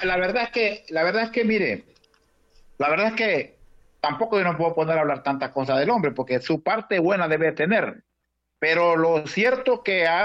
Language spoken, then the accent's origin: Spanish; Honduras; yo les tengo que aguantar a esto como hondureño